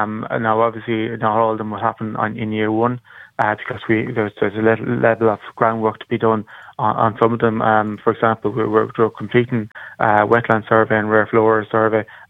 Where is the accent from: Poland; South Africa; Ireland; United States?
Ireland; Munster; I'm actually from County Clare myself. I grew up in the Burren in County Clare, so I was always kind of immersed in both farming and nature.